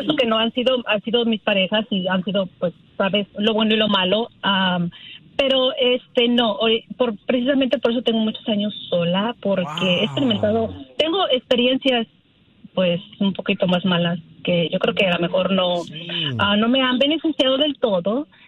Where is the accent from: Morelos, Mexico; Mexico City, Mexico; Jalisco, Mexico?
Jalisco, Mexico